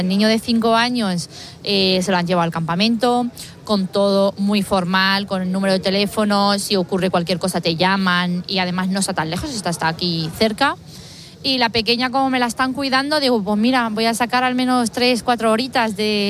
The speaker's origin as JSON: {"language": "Spanish", "town": "Aldea del Fresno", "region": "Community of Madrid", "country": "Spain", "said": "Somos de Aldea del Fresno."}